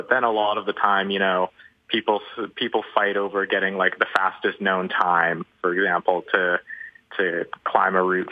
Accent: Calgary, Alberta, Canada; I mean, I grew up in Calgary

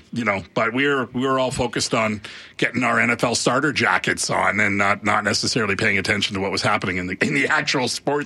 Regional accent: Montreal, Quebec, Canada; also born or lived in Toronto; growing up in Montreal and Toronto, and basketball was a big deal.

